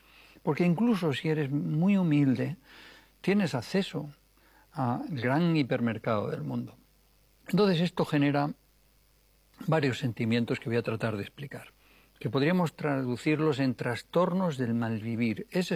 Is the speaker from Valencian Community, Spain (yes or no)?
no; Extremadura, Spain; born there; allá en una cueva en Atapuerca, de donde yo vengo, o en Extremadura, en mi pueblecito